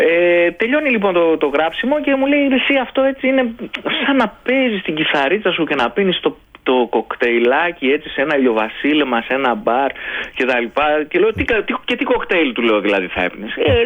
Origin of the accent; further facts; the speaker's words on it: Langadas, Central Macedonia, Greece; now in Athens, Greece; τα τελευταία χρόνια να ζω στην Αθήνα λόγω της δουλειάς ας πούμε, αλλά η καταγωγή μου είναι από το Λαγκαδά της Θεσσαλονίκης